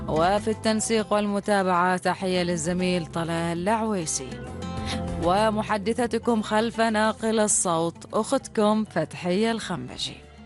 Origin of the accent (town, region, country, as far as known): Oman